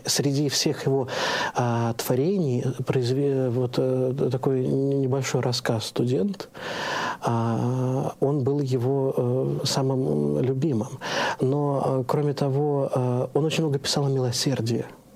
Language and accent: Russian; Serpukhov, Moscow Oblast, Russia; близ моего родного города Серпухова